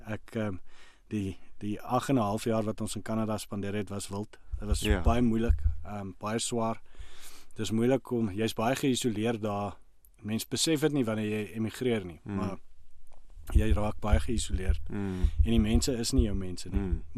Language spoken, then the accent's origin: Afrikaans; Bloemfontein, Free State, South Africa; also born or lived in Pretoria; ek is op 'n baie jong ouderdom, dink 3 maande oud. My ma kom van Bloemfontein af, so toe's ek en my ma Bloemfontein toe en ek het toe nou daar groot geword.